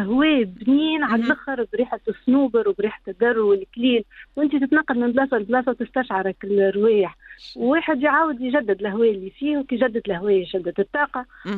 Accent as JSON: {"language": "Arabic", "town": "Sidi Hamada", "country": "Tunisia", "tie": "born or raised there", "moved": "yes", "lives_now": "United Arab Emirates", "said": "أهلي كلهم في سيدي حمادة"}